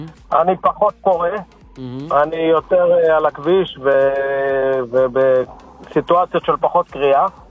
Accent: Ashdod, Southern District, Israel; אני מאשדוד.

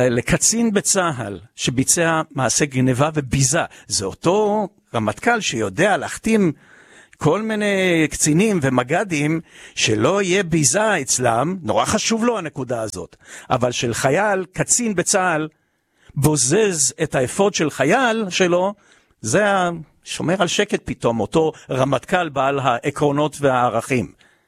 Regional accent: Ashkelon, Southern District, Israel; born there; now in Jerusalem, Israel; כשאני הייתי בן 10 אנחנו עלינו לארץ, אמא שלי שבה לארץ, גדלנו באשקלון, אבל אני זכיתי לעבור לגור בירושלים וללדת פה את הילדים שלי

